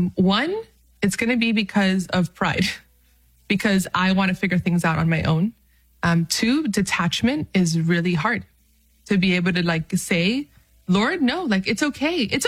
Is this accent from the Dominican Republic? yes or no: yes; Dominican Republic; for those of you who do not know, I'm Dominican from the Dominican Republic, but I'm also Arabic. And my grandfather was raised in Bethlehem, you know, where Jesus was born.